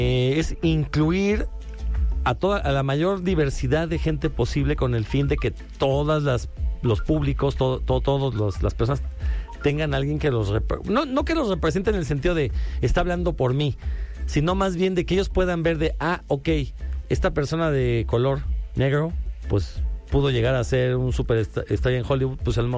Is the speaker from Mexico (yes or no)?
yes; Mexico